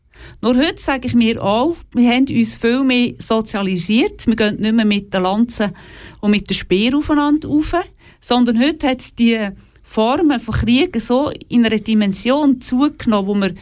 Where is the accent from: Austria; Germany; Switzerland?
Switzerland; ich bin selber aus Secondo hier in der Schweiz aufgewachsen und habe durch das in zwei Kulturen mein Herz daheim